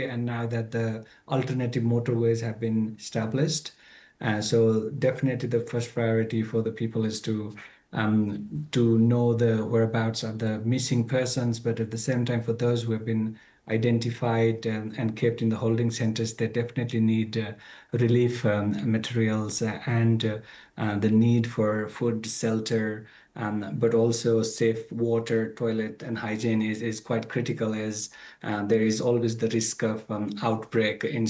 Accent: Rasua, Bagmati, Nepal; Well, since I come from Rasua, the search and rescue operation is still critical

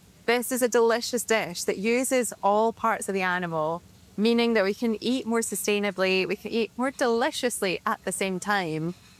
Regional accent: Scotland, United Kingdom; I'm Scottish and we eat black pudding all the time back home

